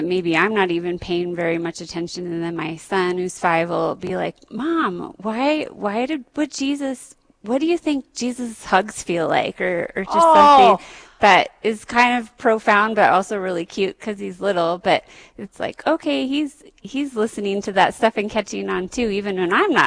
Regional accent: Fargo, North Dakota, United States; moved away; my faith has always been pretty important to me, and so growing up in Fargo

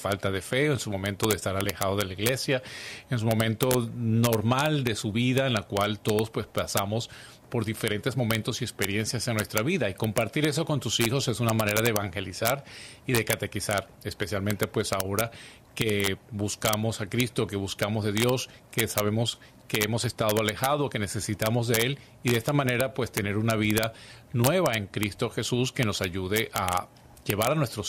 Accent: Caracas, Capital District, Venezuela; Yo recuerdo siendo pues ya adulto joven en Caracas, en Venezuela, de donde soy natural, pues no teníamos teléfonos celulares.

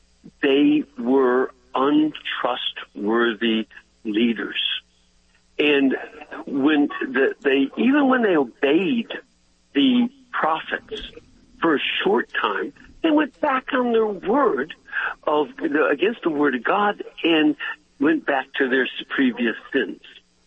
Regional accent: Illinois, United States; I'm from Illinois.

